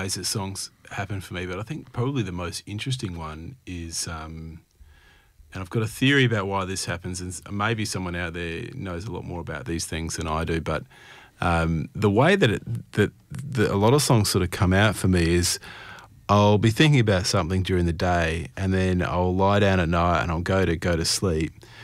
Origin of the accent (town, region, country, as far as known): South Australia, Australia; born or raised there